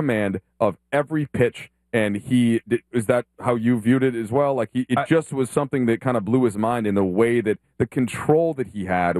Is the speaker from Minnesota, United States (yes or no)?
yes; Orono, Minnesota, United States; I grew up in Orno, Minnesota